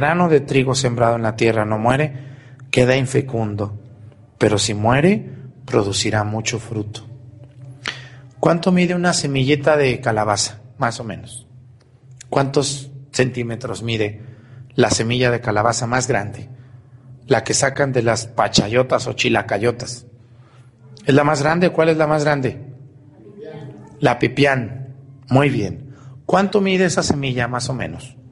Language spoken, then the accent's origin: Spanish; Mexticacán, Jalisco, Mexico; Tuve un maestro excelente en la secundaria. Un saludo a la secundaria técnica número 23 de mi pueblo de Mesticacán, que está cumpliendo 50 años este año, por cierto.